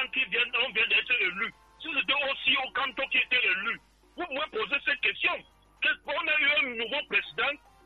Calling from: Cameroon; moi je suis à Komkana.

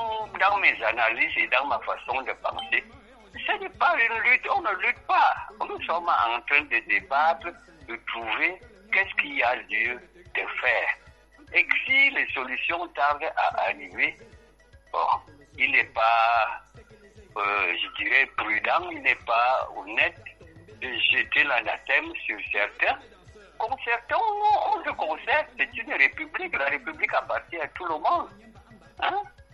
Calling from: Cameroon; Je vis au Cameroun comme si je vivais dans une forêt seule.

